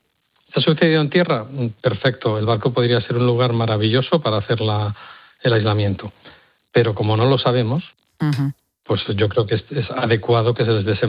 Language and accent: Spanish; Madrid, Community of Madrid, Spain; now in Seville, Spain; aunque estoy en Sevilla soy madrileño y mis padres viven al lado